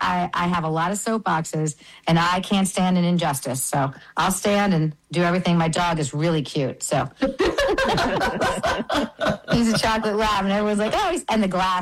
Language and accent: English; New York, United States; also born or lived in Brazil; I'm born and raised in New York. I was born partially. I mean, I was raised, you know, a lot in Brazil because my mother is Brazilian.